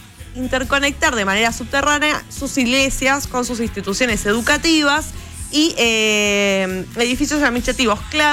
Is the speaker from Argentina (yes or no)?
yes; Buenos Aires, Argentina; Flores, yo que soy de Flores, eran las afueras.